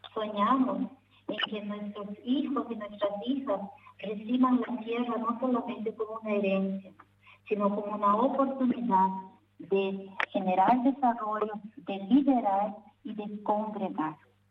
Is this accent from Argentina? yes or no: no; Paraguay; somos paraguayas